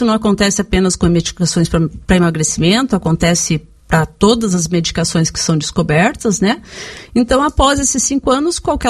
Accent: Porto Alegre, Rio Grande do Sul, Brazil; moved away as an adult; also born or lived in Santa Maria / Pelotas; now in Pato Branco, Brazil; Eu nasci em Santa Maria, mas me criei em Porto Alegre.

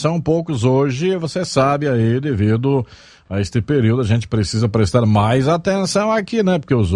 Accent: São Lourenço do Oeste, Santa Catarina, Brazil; moved away; lá de São Lourenço, minha terra natal, viu, Valdeci? Também nasci ali em São Lourenço do Oeste. Isto, sou catarinense.

